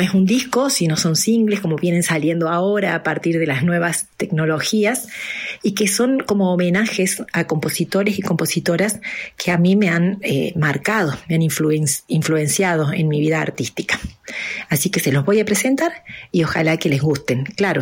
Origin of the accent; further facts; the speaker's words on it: Córdoba, Argentina; cordobesa, argentina